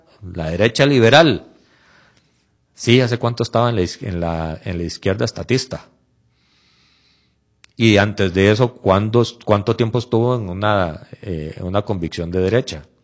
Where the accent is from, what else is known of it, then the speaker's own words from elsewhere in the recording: Costa Rica; aquí todos somos costarricenses por nacimiento o por escogencia, pero todos somos costarricenses.